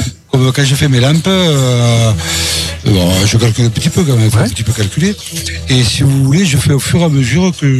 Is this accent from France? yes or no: yes; Nérac, Nouvelle-Aquitaine, France; Je suis de Nérac.